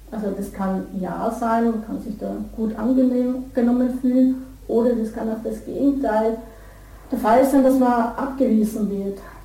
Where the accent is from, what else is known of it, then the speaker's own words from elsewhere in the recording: Tyrol, Austria; Weil es ein sehr stigmatisiertes Klima ist bei uns in Tirol, und sicher nicht nur bei uns, sondern allgemein.